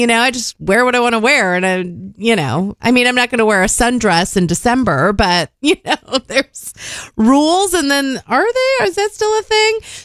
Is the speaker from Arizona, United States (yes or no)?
yes; Arizona, United States; growing up in Arizona, that was never a thing, because it was always, you know, and always sunny.